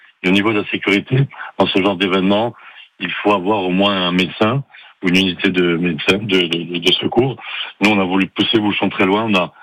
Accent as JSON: {"language": "French", "country": "France", "said": "Donc c'est un peu un clin d'œil au biathlon, qui est très connu chez nous en France"}